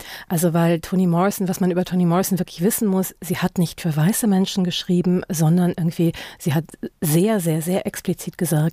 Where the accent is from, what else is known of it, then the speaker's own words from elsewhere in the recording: Germany; Also ich bin eine Person of Color, aber ich bin nicht schwarz. Ich bin Deutsche